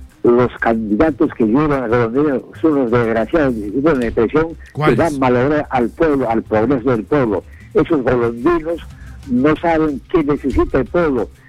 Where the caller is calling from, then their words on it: Puno, Peru; Yo vivo en Puno, cerca del centro poblado de Jaribaya.